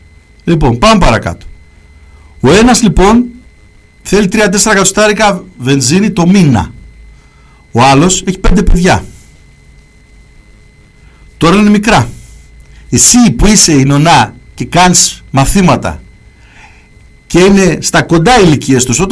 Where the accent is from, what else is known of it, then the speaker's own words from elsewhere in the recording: Thessaloniki, Central Macedonia, Greece; εκεί που μεγάλωσα στη Θεσσαλονίκη